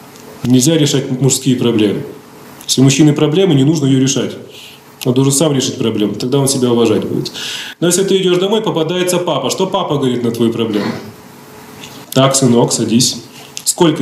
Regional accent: Komsomolsk-on-Amur, Khabarovsk Krai, Russia; Я вырос в Комсомольске-на-Амуре. Это город, который был построен на месте Амурлага.

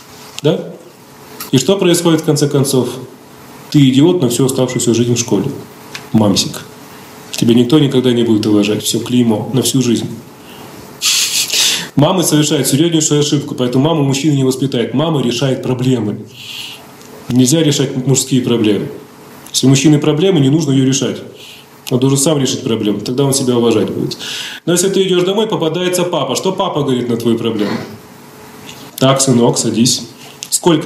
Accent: Komsomolsk-on-Amur, Khabarovsk Krai, Russia; Я вырос в Комсомольске-на-Амуре. Это город, который был построен на месте Амурлага. ГУЛАГ, Амурлаг. Там было 8 зон.

